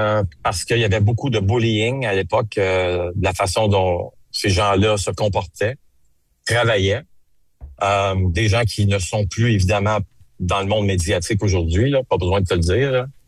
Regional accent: Quebec, Canada; moved away as an adult; l'Outaouais, c'est ma région natale.

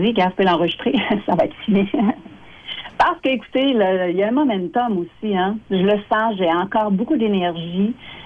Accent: Quebec City, Quebec, Canada; moved away as an adult; also born or lived in Chicoutimi / Lévis; Ben, je viens de Charlebourg. Le monde ne le savent pas. J'ai grandi là, j'ai fait mon école primaire, secondaire, j'ai fait les 400 coups à Charlebourg, blague à part, mais je viens de là.

